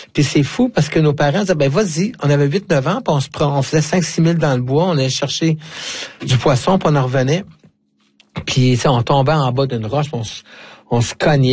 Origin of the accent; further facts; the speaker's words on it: D'Alembert, Quebec, Canada; also born or lived in Rouyn-Noranda; Oh là là, moi je suis né à Rouyn-Noranda, dans le nord du Québec, sur le territoire de la baie James, si tu veux, et plus précisément élevé dans un petit village minier de D'Alembert